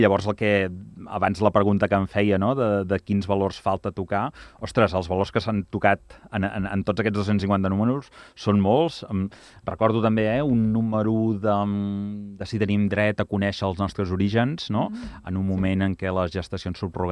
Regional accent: Igualada, Catalonia, Spain; jo sóc d'Igualada

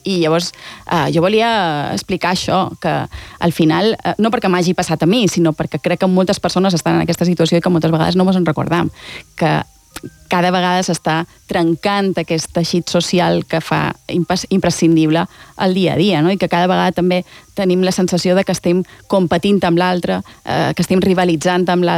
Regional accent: Mallorca, Balearic Islands, Spain; moved away as an adult; now in Barcelona, Spain; Jo que som de Mallorca o som de Barcelona? Clar, no ho sé. Durant la pandèmia molta gent m'ho deia. Com així no te'n vas a ca teva? I jo fa 25 anys que visc a Barcelona, que és ca meva, no?

